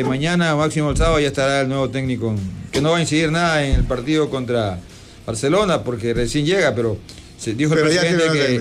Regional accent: Manabí, Ecuador

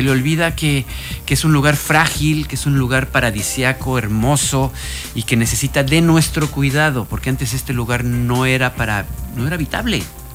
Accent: Puerto Morelos, Quintana Roo, Mexico; nuestro Puerto Morelos querido. Llevamos toda la vida ahí

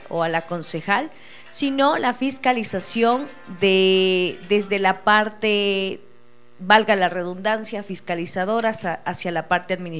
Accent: Riobamba, Chimborazo, Ecuador; quienes somos de Riobamba, pues, o quienes hemos estado en toda nuestra vida en Riobamba

